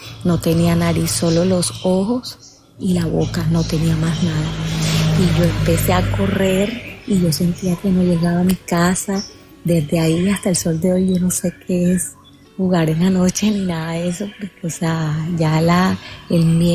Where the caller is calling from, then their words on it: Barranquilla, Atlántico, Colombia; Desde Barranquilla.